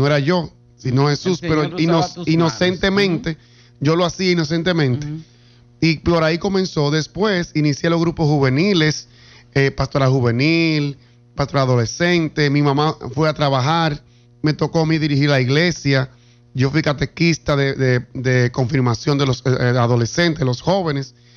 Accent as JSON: {"language": "Spanish", "region": "Santiago", "country": "Dominican Republic", "tie": "born or raised there", "said": "Yo soy nativo de La Canela, en especial de Atillo San Lorenzo, de La Canela."}